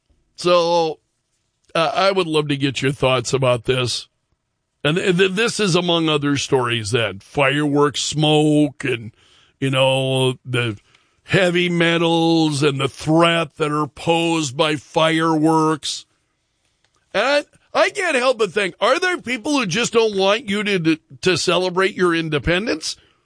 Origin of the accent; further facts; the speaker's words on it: Sioux Falls, South Dakota, United States; I grew up just outside of Sioux Falls. So we were very much in rural Sioux Falls in the neighborhood where I grew up.